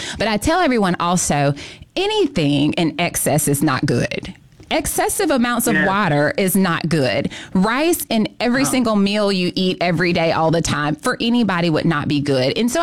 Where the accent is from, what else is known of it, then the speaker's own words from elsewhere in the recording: Alabama, United States; now in Jackson, United States; I thought I would be returning to Alabama and being back with my family, but I am married to a Jacksonian.